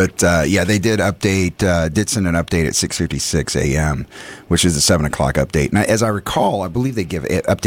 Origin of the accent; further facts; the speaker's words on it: the South, United States; born there; I was born in the South